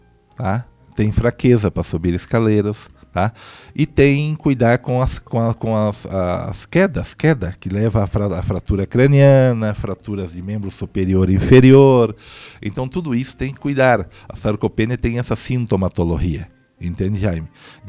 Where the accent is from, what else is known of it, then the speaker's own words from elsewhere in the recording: Brazil; now in Bolivia; eu sou brasileiro.